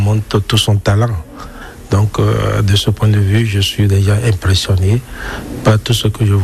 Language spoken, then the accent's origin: French; Benin; moved away; Et je suis originaire du Bénin.